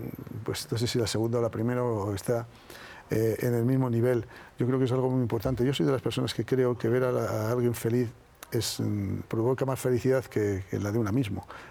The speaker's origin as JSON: {"language": "Spanish", "country": "Spain", "said": "es un orgullo grandísimo ser español."}